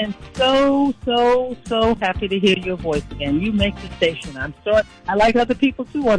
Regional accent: Rockland County, New York, United States; also born or lived in Brooklyn, New York; now in Roswell, United States; Actually, Rockland County, up near West Point. Oh. But I was born in Brooklyn.

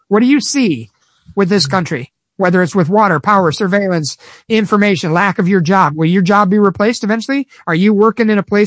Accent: Chicago, Illinois, United States; bring up the fact that I'm also from Chicago, Illinois?

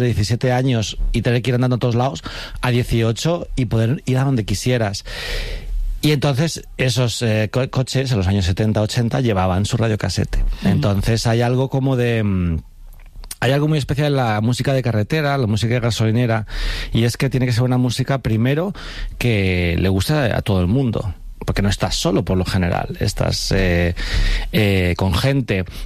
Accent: Alcorcón, Community of Madrid, Spain

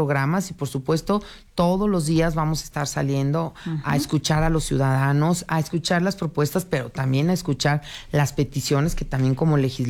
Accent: Aguascalientes, Mexico; yo nací en Aguascalientes. Yo crecí en el barrio de San Marcos

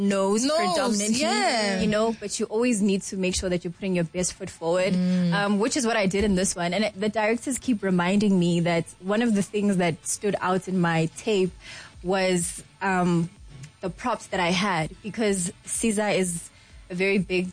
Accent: Katlehong, Gauteng, South Africa; it sits in my hometown.

